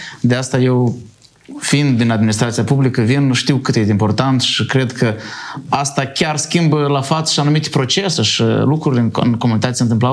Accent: Soroca, Soroca District, Moldova; sunt originar din Soroca

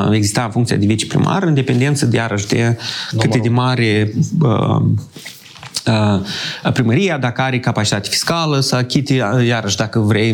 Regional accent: Ratuș, Moldova; eu locuiesc în satul în care m-am născut și tot timpul când mă prezint și ceva, dar de unde ești, spun din Ratuș, Ratuș Târșelceni.

